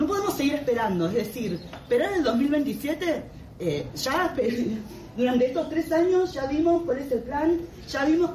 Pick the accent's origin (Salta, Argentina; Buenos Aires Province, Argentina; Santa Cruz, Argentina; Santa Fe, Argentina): Buenos Aires Province, Argentina; José C. Paz; yo soy de José C. Paz, soy del conurbano profundo de la provincia de Buenos Aires.